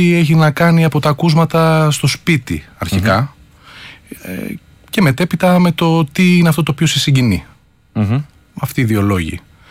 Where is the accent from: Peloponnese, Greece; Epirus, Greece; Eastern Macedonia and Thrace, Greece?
Peloponnese, Greece; Doxa; also born or lived in Nafpaktos; Καταγωγή, μισός είμαι από Ορεινή Αρκαδία και μισός από το Λαγκαρνανία Ναύπακτο.